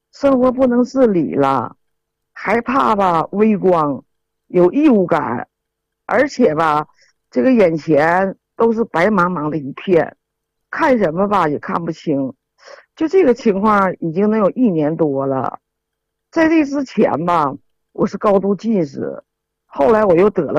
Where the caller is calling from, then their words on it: Shenyang, Liaoning, China; 我是沈阳的，今年78了。